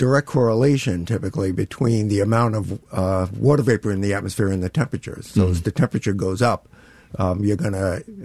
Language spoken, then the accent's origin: English; Long Island, New York, United States; now in Wisconsin, United States; growing up on Long Island, if you didn't notice, I'm not a Wisconsin native